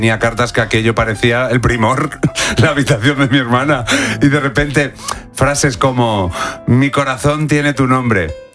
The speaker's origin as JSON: {"language": "Spanish", "town": "Salamanca", "region": "Castile and León", "country": "Spain", "said": "Fíjate, yo sé que tú eres de Zamora, yo soy de Salamanca."}